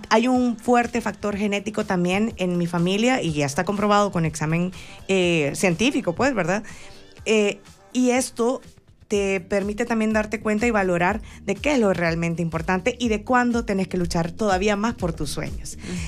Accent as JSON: {"language": "Spanish", "country": "El Salvador"}